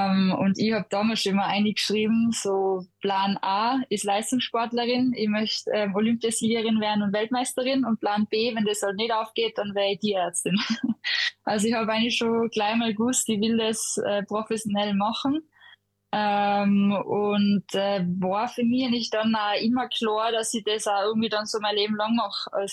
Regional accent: Innsbruck, Tyrol, Austria; born or raised there; also born or lived in Hall in Tirol

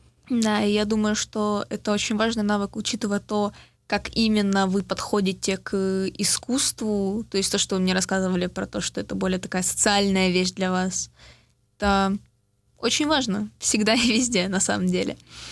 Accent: Kyiv, Ukraine; moved away

